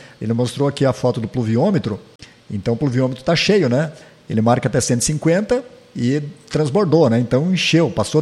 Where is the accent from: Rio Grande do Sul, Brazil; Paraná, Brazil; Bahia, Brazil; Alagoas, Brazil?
Paraná, Brazil; Renascença; now in Marmeleiro, Brazil; Pavilhão da Linha Esperança, lá na minha terra natal, virou uma peneirinha, né?